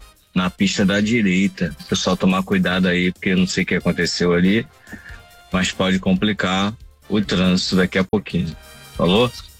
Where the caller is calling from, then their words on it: São Gonçalo, Rio de Janeiro, Brazil; saí de São Gonçalo com destino aqui é o Maitá.